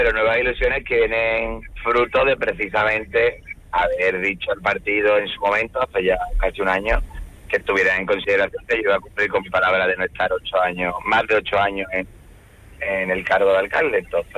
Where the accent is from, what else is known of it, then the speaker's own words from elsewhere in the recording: Seville, Andalusia, Spain; now in Los Molares, Spain; que qué mejor ejemplo el mío, que llegué desde Sevilla y me hicieron su alcalde precisamente